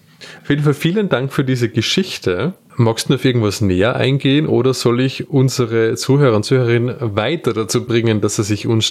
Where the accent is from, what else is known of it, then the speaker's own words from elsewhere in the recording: Melk, Lower Austria, Austria; moved away as an adult; also born or lived in Vienna / Innsbruck; ich bin geboren in Niederösterreich, in Melk, oder wie die Leute da sagen, in Möck. Und dort auch zur Schule gegangen, habe auch mein Abitur oder mein Matura gemacht im Stiftsgymnasium Melk.